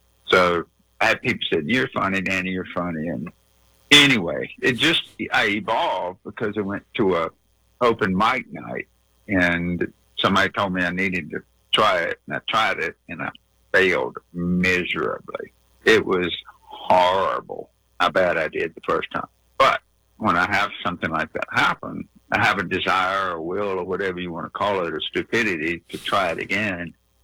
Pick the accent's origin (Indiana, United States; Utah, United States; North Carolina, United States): North Carolina, United States; he was going to open a club in my hometown in Alamance County, North Carolina